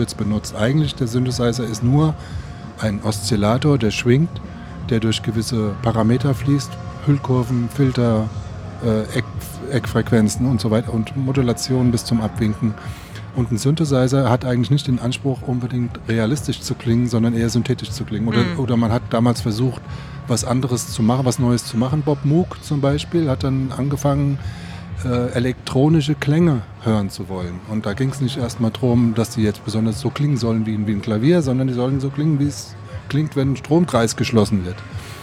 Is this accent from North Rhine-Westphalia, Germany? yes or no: no; Frankfurt, Hesse, Germany; Ich bin ja aus Frankfurt und an der Frankfurter Musikmesse stand auf einmal dieses riesenschwarze Teil